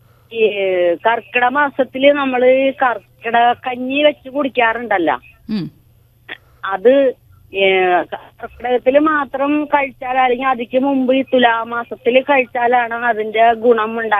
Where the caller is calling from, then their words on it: Ayyampilly, Kerala, India; അയ്യമ്പള്ളി നിന്നാണ് വിളിക്കുന്നത്.